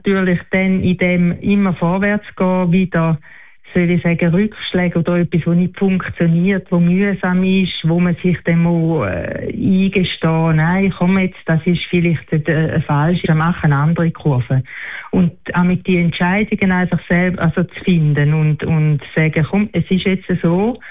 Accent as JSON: {"language": "German", "town": "Dachsen", "region": "Zurich", "country": "Switzerland", "lives_now": "Schaffhausen, Switzerland", "said": "Ich bin noch nicht in Schaffhausen, ich komme ja von Dachsen, ich bin noch nicht in Schaffhausen ganz angekommen."}